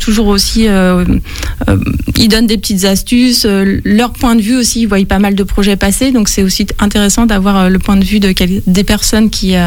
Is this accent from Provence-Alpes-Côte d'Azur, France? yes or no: no; Chalon-sur-Saône, Bourgogne-Franche-Comté, France; Eh bien, je viens de Chalon. Donc, je n'ai pas vraiment bougé. Je suis restée dans le secteur.